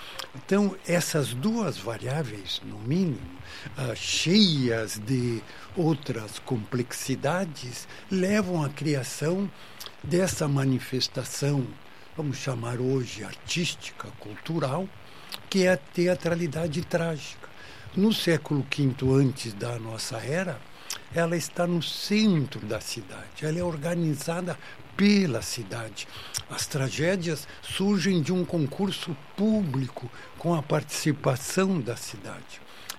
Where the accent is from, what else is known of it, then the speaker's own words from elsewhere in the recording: Brazil; nós, enquanto brasileiros